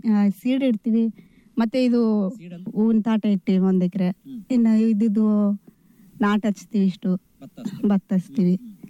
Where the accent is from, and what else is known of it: Karnataka, India